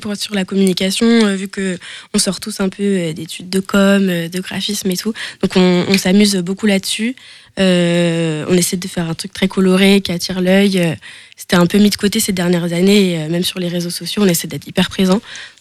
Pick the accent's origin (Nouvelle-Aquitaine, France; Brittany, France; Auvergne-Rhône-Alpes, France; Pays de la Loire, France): Pays de la Loire, France; La Daguenière; Ouais, on a grandi avec à la Daguenière